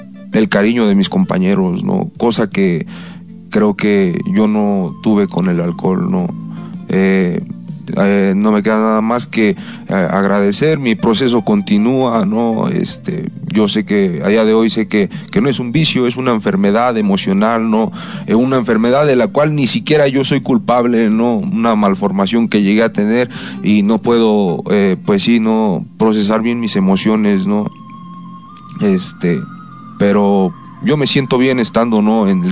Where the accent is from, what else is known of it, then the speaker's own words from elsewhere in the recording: Toluca, State of Mexico, Mexico; Yo soy de Toluca, llego a una agrupación de Toluca, ¿no?